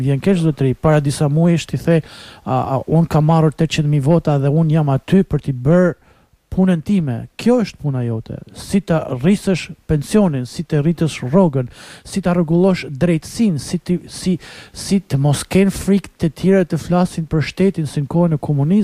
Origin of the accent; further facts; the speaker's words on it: Shkodër, Shkodër County, Albania; un jam nga Shkodra e di, kam parë në Shëngjin, në Velipoj